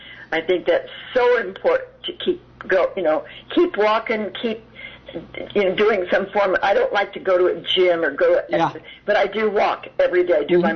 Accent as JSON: {"language": "English", "town": "Yuba City", "region": "California", "country": "United States", "tie": "born or raised there", "said": "I was a roller skater, I used to skate in my hometown, Yuba City. There wasn't a whole lot to do."}